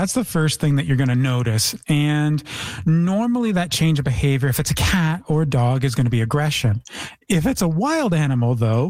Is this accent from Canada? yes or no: yes; Toronto, Ontario, Canada; Unfortunately, you know, I come from Toronto where the raccoons are practically domesticated.